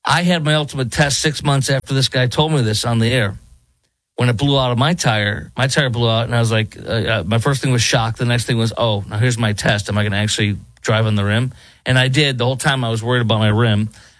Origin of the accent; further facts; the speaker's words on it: Chicago, Illinois, United States; Chicago, Sanctuary City, Sanctuary State, my hometown